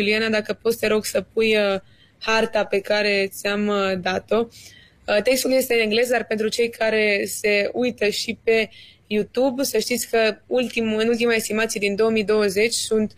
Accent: Romania

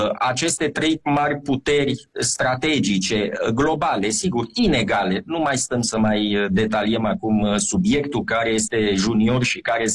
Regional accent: Romania; sunt român, european

